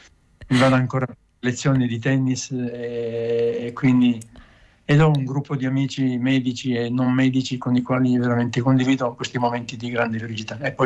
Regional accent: Sicily, Italy; born there; Dunque, io sono nato in Sicilia da un padre siciliano e mamma trentina, e molti anni fa, oramai.

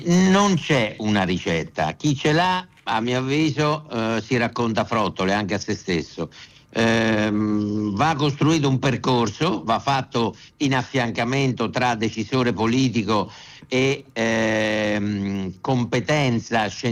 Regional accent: Umbria, Italy; io sono umbro, quindi so che di queste cose abbiamo veramente tanto bisogno

